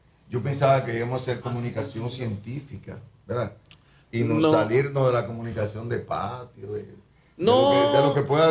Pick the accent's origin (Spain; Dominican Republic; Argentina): Dominican Republic; Yo soy dominicano.